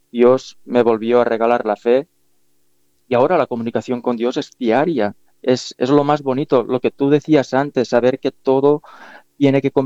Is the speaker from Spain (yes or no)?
yes; Catalonia, Spain; aquí en España y muy particularmente en la zona en la que yo me crié, Cataluña, cerca de Barcelona, pues la fe no ha estado muy de moda en las últimas décadas. Pero yo tuve la fortuna de ser criado en una familia